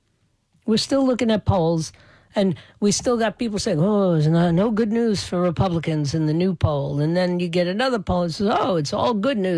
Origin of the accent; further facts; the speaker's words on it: New York, United States; my hometown, the biggest city in America